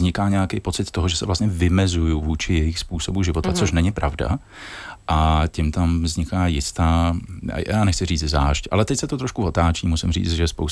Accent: Prague, Czechia; v mé rodilé Praze, protože já jsem vlastně z Vršovic od Edenu

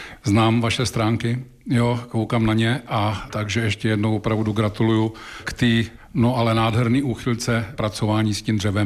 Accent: Mumbai, Maharashtra, India; já jsem strávil podstatnou část dětství v Indii, v Bombaji

